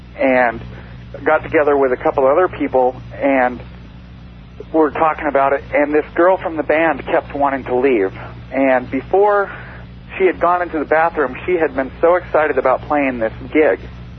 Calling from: Seattle, Washington, United States; I'm calling from Seattle, KVI.

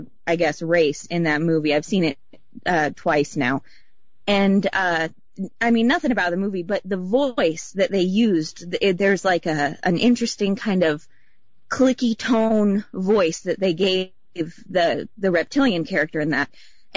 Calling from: Spokane, Washington, United States; Calling from Spokane, Washington. Long-time caller.

